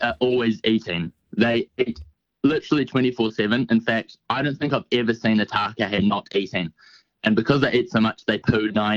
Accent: Dunedin, Otago, New Zealand; I grew up in Dunedin

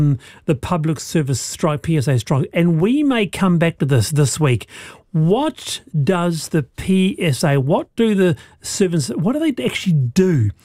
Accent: Manurewa, Auckland, New Zealand; It's a picture of me growing up in Manurewa. And here I am, 8 years old.

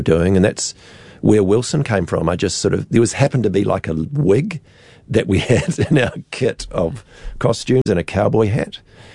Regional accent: Dunedin, Otago, New Zealand; I'm from Dunedin. Heaven forbid, I'm not from Christchurch.

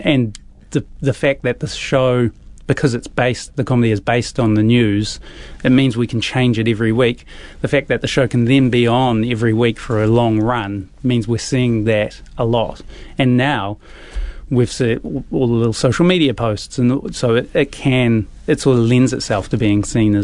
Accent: New Zealand

